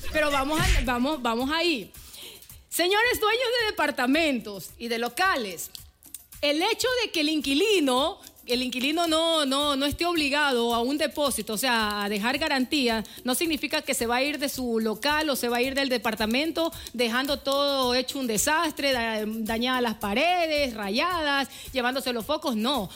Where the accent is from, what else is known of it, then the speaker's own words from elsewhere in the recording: Ecuador; estamos dolarizados desde el año 2000